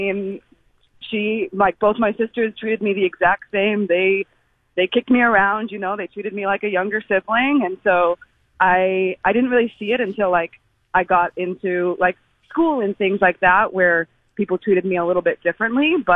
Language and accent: English; Caledon, Ontario, Canada; also born or lived in New Zealand; I grew up in a town called Caledon, which is like an hour north of Toronto.